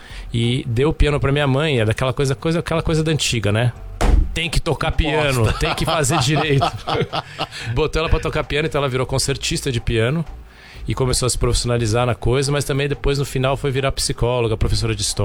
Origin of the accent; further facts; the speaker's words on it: São Paulo, Brazil; now in Cunha, Brazil; Voltando à minha terra, porque eu tô morando há 6 anos em Cunha, então quando eu venho pra Sampa já é até um pouco nostálgico.